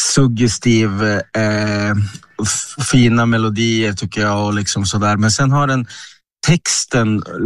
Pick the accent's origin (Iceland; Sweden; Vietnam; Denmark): Sweden; southern Lapland; moved away as an adult; vi kommer alla från en inland, södra Lapplands inland i Sverige. Lite byar och lite sådär mörker och ångest och vinter och sådär. Men där växte vi upp